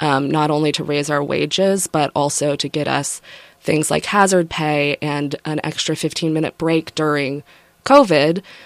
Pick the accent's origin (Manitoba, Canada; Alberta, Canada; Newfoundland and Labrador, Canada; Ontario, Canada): Newfoundland and Labrador, Canada; I was born in Newfoundland, Canada, born and raised in Canada. My mom's American, though.